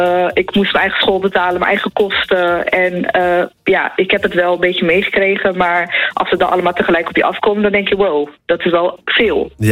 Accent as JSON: {"language": "Dutch", "town": "Rotterdam", "region": "South Holland", "country": "Netherlands", "said": "Ik ben gewoon een Rotterdammer die gewoon in de stad loopt."}